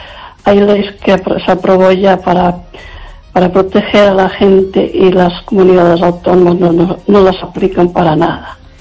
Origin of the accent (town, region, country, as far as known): Lugo, Galicia, Spain